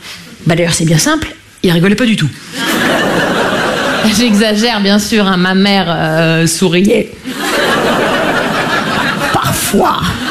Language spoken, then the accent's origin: French; Liffol-le-Grand, Grand Est, France; Je viens des Vosges. Les Vosges, vous voyez ? Ouais. C'est en France, hein, vous voyez ? C'est juste avant l'Ukraine, vous voyez ? C'est dans l'Est, en Lorraine. Et moi, je viens de Liffol-le-Grand, vous voyez ?